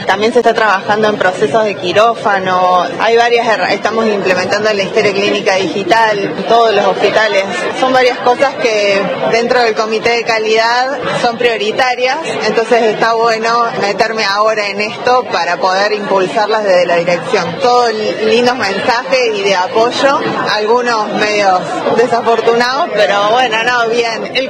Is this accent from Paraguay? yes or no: no; Córdoba, Argentina; now in Esquel, Argentina; Yo soy de Córdoba, hace 15 años que vivo acá en Esquel